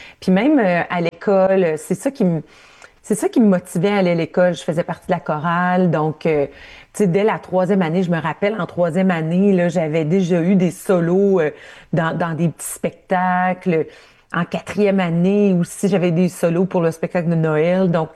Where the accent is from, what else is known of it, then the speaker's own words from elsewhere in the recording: Ontario, Canada; je viens de l'Ontario, de l'Ontario francophone